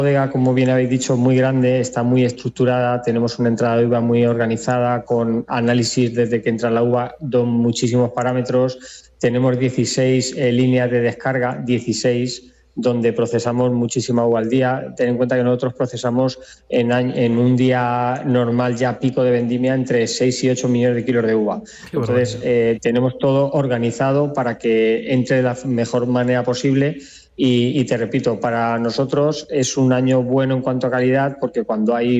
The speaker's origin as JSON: {"language": "Spanish", "town": "Tobarra", "region": "Castilla-La Mancha", "country": "Spain", "moved": "yes", "lives_now": "Tomelloso, Spain", "said": "Yo soy de Albacete, soy de Tobarra, pero estoy viviendo ahora en Tomelloso"}